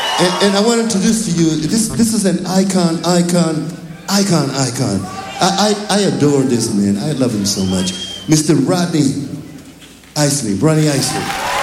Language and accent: English; Tijuana, Baja California, Mexico; but I came here from Tijuana. In 1962.